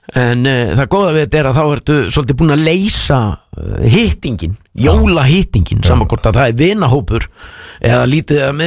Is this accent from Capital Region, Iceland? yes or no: yes; Garðabær, Capital Region, Iceland; ég nú alinn upp í Garðabæ og ég fann fyrir því